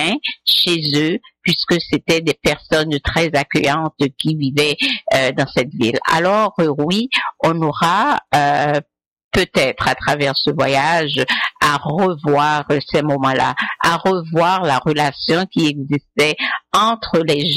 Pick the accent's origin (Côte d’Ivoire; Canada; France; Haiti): Haiti; Miragoâne, Nippes; je parle pour ma ville natale, Miragoâne, c'est peut-être la même chose pour les autres villes de province